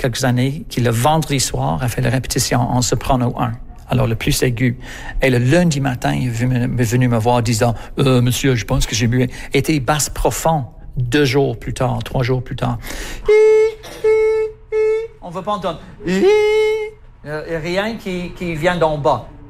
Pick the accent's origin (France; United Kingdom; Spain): United Kingdom; England; now in Montreal, Canada; Je suis anglais de l'Angleterre. Puis j'étais petit chanteur dans une des cathédrales au nord de l'Angleterre, jeune.